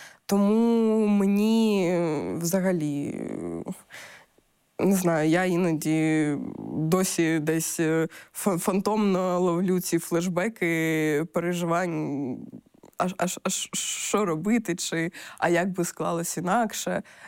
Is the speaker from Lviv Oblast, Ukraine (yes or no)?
no; Simferopol, Crimea, Ukraine; і я з Сімферополя.